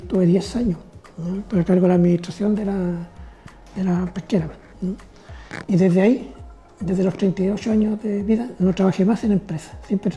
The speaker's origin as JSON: {"language": "Spanish", "town": "Tomé", "region": "Biobío", "country": "Chile", "tie": "born or raised there", "said": "Yo nací en Tomé, aquí en este pueblo querido, un 26 de junio de 1956."}